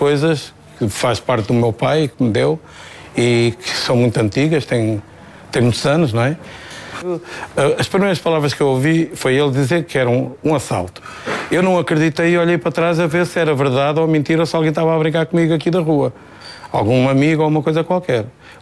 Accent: Valença, Norte, Portugal; na minha terra toda a gente me conhece, em Valença de Minho

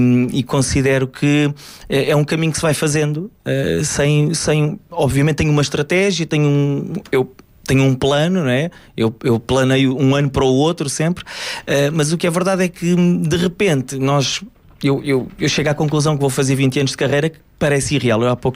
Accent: Alcobaça, Centro, Portugal; Eu sou da província. Ainda há isso. Eu sou de Alcobaça.

